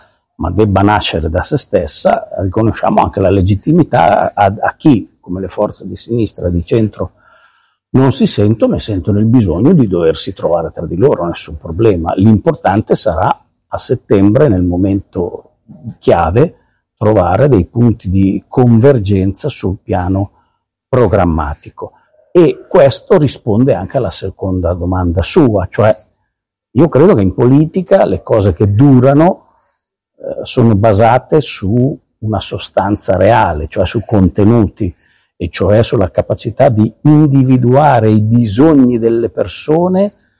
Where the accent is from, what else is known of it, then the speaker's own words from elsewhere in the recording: Piedmont, Italy; No, ma sai, io vengo dalla Val d'Ossola, quindi ho i miei limiti oggettivi e geografici.